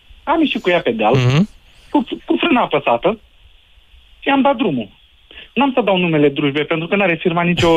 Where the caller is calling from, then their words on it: Iași, Iași County, Romania; Sunt din Iași.